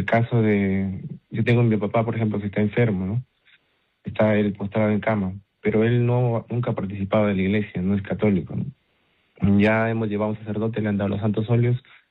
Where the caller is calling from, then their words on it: Chiclayo, Lambayeque, Peru; De Chiclayo